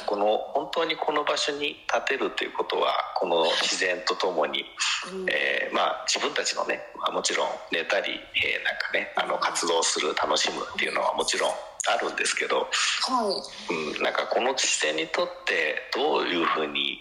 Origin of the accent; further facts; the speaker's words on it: Tokyo, Japan; もともと東京生まれ東京育ちで、あの東京で建築の、設計をですね、いろいろあとこうで修行を積みながらやってきたんですけど、